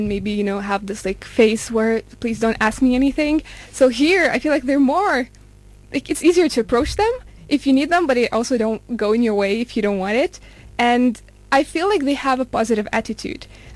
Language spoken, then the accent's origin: English; Lithuania; now in Gothenburg, Sweden; As I'm from Lithuania, I'm used to this weather. I'm used to the darkness, so it doesn't really bother me.